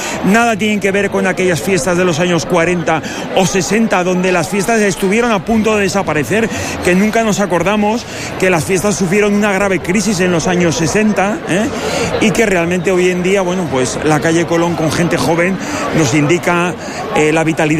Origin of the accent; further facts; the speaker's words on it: Alicante, Valencian Community, Spain; son fiestas de todos nosotros, como alicantinos, como valencianos, pero especialmente como mediterráneos.